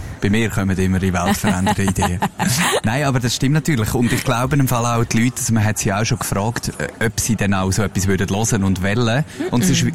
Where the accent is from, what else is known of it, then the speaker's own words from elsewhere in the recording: Lucerne, Switzerland; Also, wir haben da ein bisschen Luzerner Macht zusammen natürlich